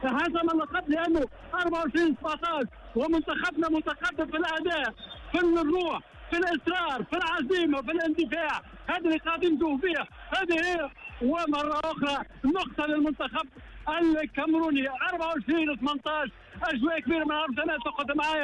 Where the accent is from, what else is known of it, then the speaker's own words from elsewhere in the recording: Tunisia; هذا تتويج هذا فخر لنا كتونسيين